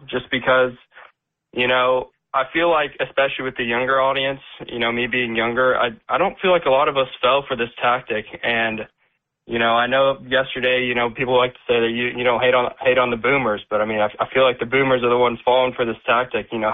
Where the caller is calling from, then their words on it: Kentucky, United States; I live in the 4th Congressional District of Kentucky